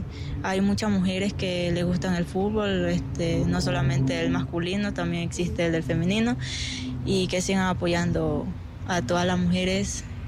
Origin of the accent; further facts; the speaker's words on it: Rocafuerte, Manabí, Ecuador; moved away; Soy de Rocafuerte, Manaví.